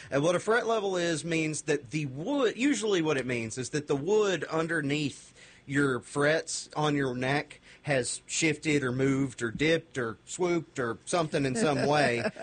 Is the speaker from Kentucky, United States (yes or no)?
yes; Kentucky, United States; I'm a kid of the 90s and the 2000s. You know, I grew up in that era. And when I was a kid growing up in Western Kentucky